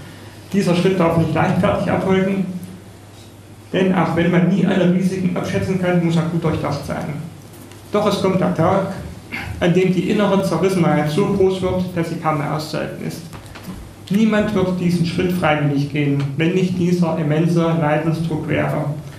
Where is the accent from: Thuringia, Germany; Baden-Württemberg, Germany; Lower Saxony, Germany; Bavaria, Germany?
Thuringia, Germany; Oldesleben; ich stamme hier aus Oldesleben.